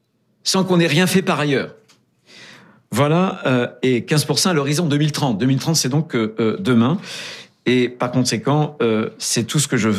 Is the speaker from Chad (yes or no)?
no; France; chez nous, en France